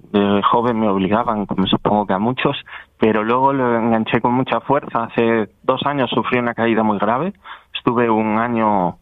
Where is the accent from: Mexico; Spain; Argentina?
Spain; Villafranca del Bierzo, Castile and León; soy de Villafranca